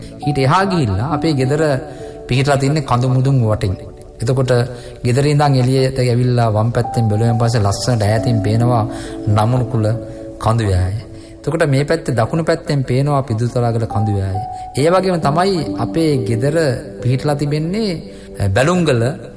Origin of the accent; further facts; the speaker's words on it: Badulla District, Uva Province, Sri Lanka; now in Colombo, Sri Lanka; මගේ ගම මම ඉපදුනේ බදුළු දිස්ත්‍රික් කිව්ව පරණගම. ගමේ නම වැතලාව.